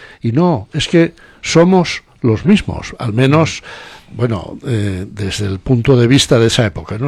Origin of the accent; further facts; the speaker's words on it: Oviedo, Asturias, Spain; born there; also born or lived in León; Yo nací en Oviedo, mis padres son asturianos y tengo una relación espiritual muy profunda con León. Allí estudié, allí pasé mis veranos en un pueblín al lado, San Andrés del Rabanedo.